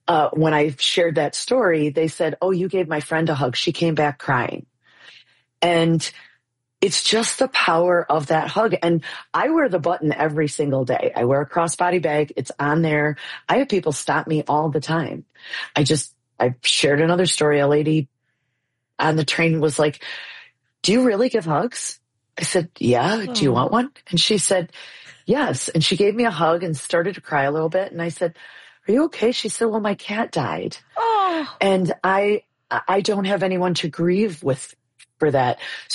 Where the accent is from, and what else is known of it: Illinois, United States; born or raised there; moved away as an adult; now in Chicago, United States